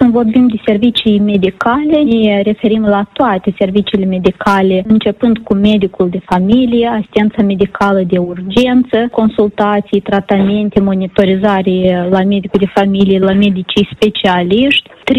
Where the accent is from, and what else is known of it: Moldova